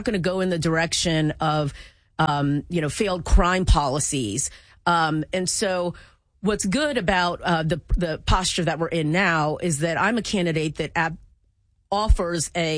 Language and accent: English; Columbia, Maryland, United States; So I am from Columbia, Maryland, here, here, and that's actually in Howard County. And my parents actually settled in Howard County